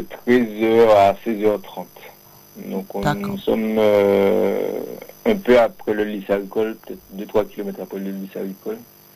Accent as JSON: {"language": "French", "town": "Les Abymes", "region": "Guadeloupe", "country": "France", "said": "je suis originaire des Grands Fonds, Gonfron des Abîmes."}